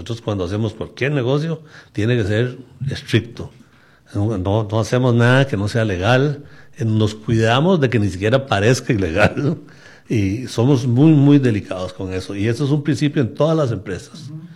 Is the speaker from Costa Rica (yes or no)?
yes; Costa Rica; born there; Yo me crié también todos los 3 meses de vacaciones en las fincas. Porque mi abuelo tenía ingenio azucarero y cultivaban caña de azúcar y había muchas fincas.